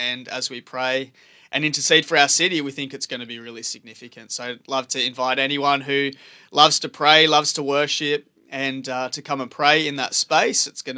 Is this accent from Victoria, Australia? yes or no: no; Hobart, Tasmania, Australia; moved away as an adult; born and raised in Hobart and spent almost 10 years away.